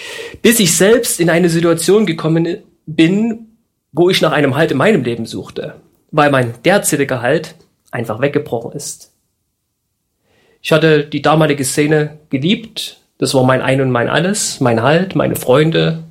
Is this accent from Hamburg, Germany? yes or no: no; Mulda, Saxony, Germany; now in Halsbrücke, Germany; Ich bin aufgewachsen in Mulda. Richtig. Also 15 Kilometer weg von Freiberg.